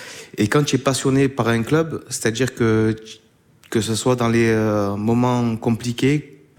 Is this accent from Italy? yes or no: no; Marseille, Provence-Alpes-Côte d'Azur, France; Donc moi, je suis Marseillais, quoi qu'il arrive